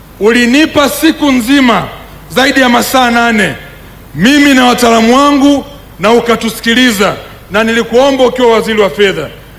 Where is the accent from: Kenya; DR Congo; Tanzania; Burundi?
Tanzania; Dodoma; mimi ni Mgogo